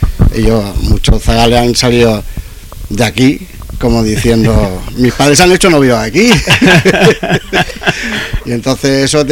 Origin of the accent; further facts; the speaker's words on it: Villena, Valencian Community, Spain; Somos de Viena.